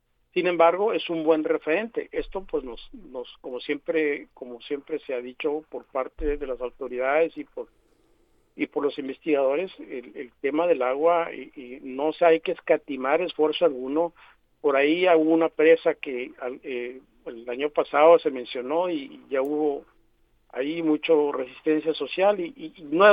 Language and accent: Spanish; Guaymas, Sonora, Mexico; yo soy de Guaymas, vivo un poco en Guaymas, pero yo recuerdo de niño, el agua de la llave era agua desalinizada, ¿no?